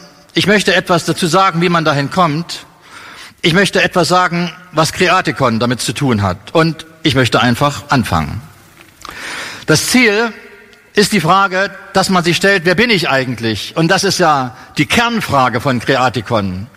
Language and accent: German; Germany; Ich komme aus dem Nordosten von Deutschland, also ein Vollblut-Ossi. Wir leben dort seit 22 Jahren.